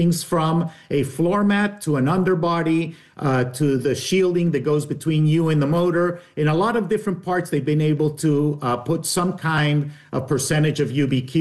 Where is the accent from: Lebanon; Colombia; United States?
Colombia; I'm originally from Colombia.